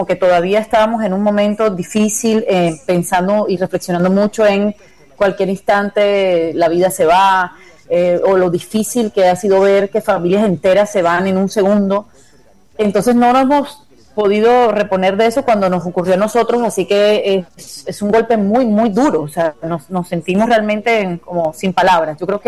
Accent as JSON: {"language": "Spanish", "country": "Colombia", "lives_now": "Barranquilla, Colombia"}